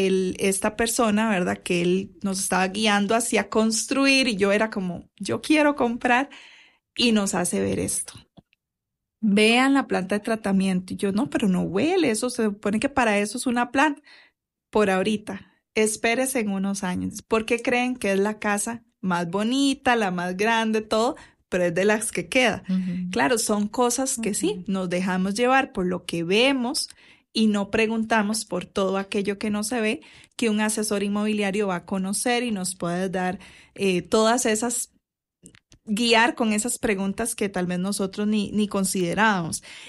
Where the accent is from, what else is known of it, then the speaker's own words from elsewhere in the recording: Limón, Costa Rica; Yo soy de Limón, entonces yo extraño muchísimo, ¿verdad?, los árboles de limones y carambolas en el patio